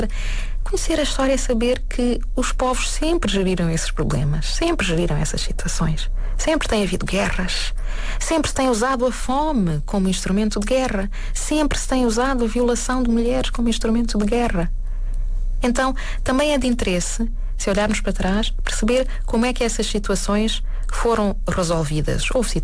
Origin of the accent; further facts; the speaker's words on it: Portugal; como portugueses, quer tenhamos origem africana ou não